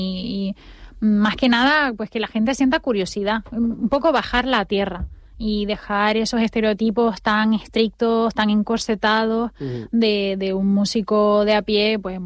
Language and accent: Spanish; Spain; todos los españoles tenemos una especie de complejo.